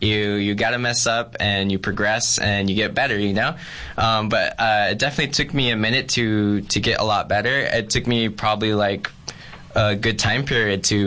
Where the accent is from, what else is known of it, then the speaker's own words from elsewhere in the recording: Calexico, California, United States; There's not a lot much going on over there, but it's definitely hot just as it is over here.